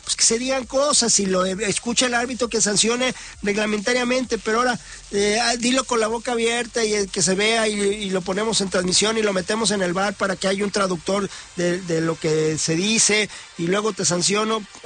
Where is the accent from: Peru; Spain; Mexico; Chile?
Mexico; Yo soy mexicano